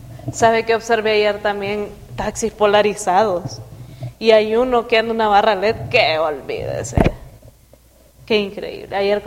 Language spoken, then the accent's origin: Spanish; Honduras